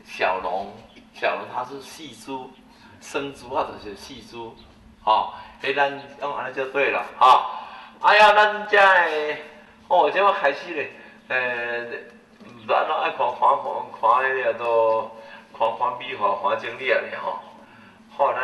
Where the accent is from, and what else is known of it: Taiwan